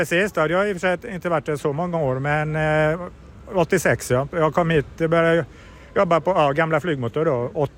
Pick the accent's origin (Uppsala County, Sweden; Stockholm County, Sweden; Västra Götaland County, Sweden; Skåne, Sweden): Västra Götaland County, Sweden; Partille; moved away as an adult; now in Trollhättan, Sweden; Stämmer, jag är uppväxt i Partille, om man nu ska vara riktigt noggrann. Men har bott här i Trollhättan sen, vad blir det, 83-84.